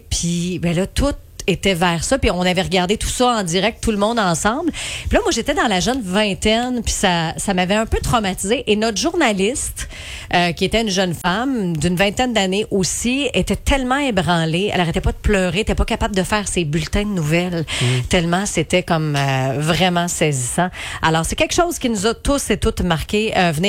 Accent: Saint-Hyacinthe, Quebec, Canada; je venais de revenir dans la région parce que je viens de Saint-Hyacinthe quand même.

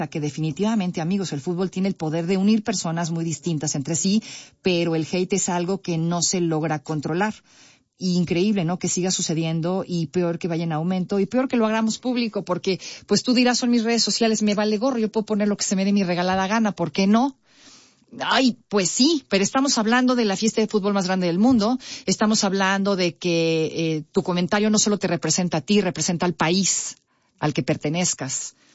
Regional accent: Mexico; estamos representando al país, a nuestro país. Nosotros como mexicanos

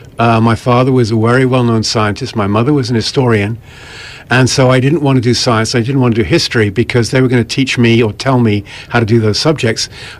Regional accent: Oxford, South East England, United Kingdom; So I grew up in Oxford

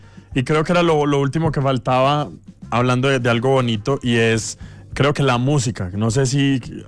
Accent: Colombia; nos pueda seguir uniendo como colombianos también.

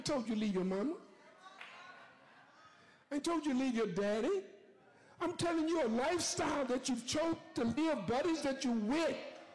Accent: Huntsville, Texas, United States; born there; Oh, all my physical is from here. I was born in Huntsville, Texas, right up the street.

